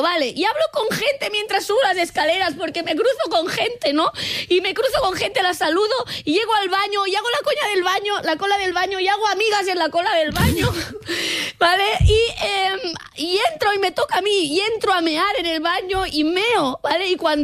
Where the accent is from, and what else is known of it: Catalonia, Spain